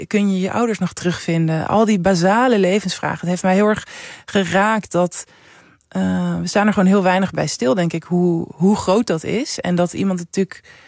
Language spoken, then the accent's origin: Dutch; Amsterdam, North Holland, Netherlands; born or raised there